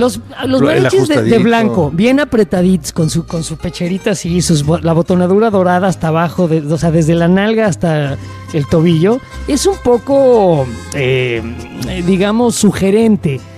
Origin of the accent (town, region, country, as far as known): Mexico City, Mexico